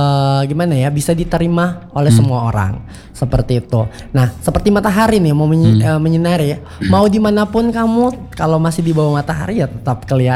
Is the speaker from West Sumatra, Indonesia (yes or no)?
no; Central Sulawesi, Indonesia; Tapi ini memang dari daerah asal saya. Ya, dari daerah asal saya adalah asli anak suku Kaili Daa.